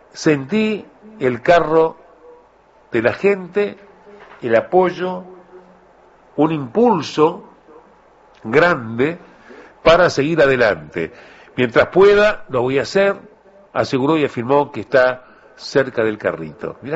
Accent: Uruguay; Pese a todos los problemas que tenemos los uruguayos

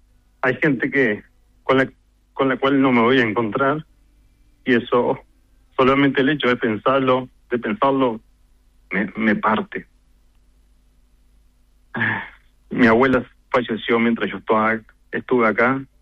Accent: Uruguay; now in Utah, United States; Soy el tercer uruguayo.

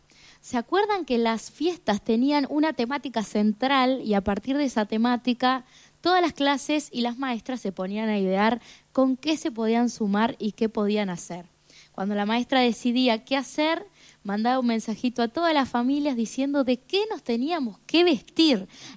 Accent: Sarandí Grande, Florida, Uruguay; Soy de Sarandí Grande, del departamento de Florida. Y desde esta hermosa ciudad los estoy saludando.

